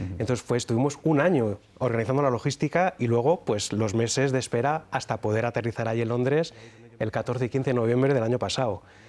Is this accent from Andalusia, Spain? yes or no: yes; Málaga, Andalusia, Spain; mi infancia se desarrolla en Málaga. He tenido la suerte de poder criarme en el mar.